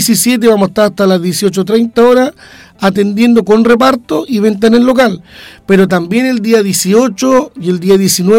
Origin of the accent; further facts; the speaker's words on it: Talcahuano, Biobío, Chile; somos de Talcahuano, llevamos más de 16 años acá en Talcahuano